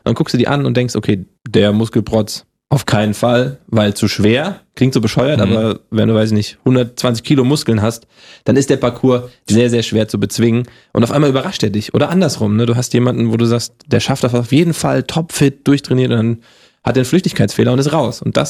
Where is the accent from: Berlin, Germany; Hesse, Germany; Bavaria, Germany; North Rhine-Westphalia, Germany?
Hesse, Germany; accent: Hessian; Das Hessisch abtrainieren, komme ich aus Hessen, da hatte ich so diesen Dialekt leicht drauf, der wurde mir abtrainiert. war auch gut so, aber ohne, dass ich jetzt meine hessischen Wurzel verliere.